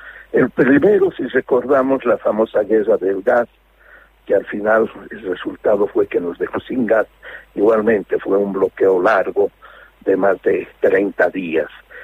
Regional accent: La Paz, Bolivia; tendríamos nosotros que exigir como paceños

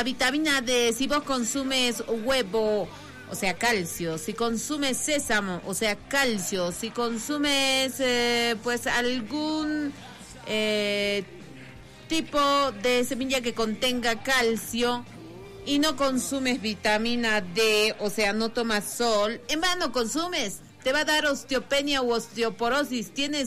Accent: Bolivia

